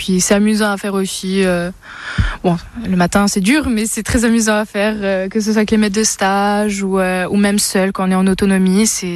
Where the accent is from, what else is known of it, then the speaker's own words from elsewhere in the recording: Bonifacio, Corsica, France; je suis originaire de Bonifacio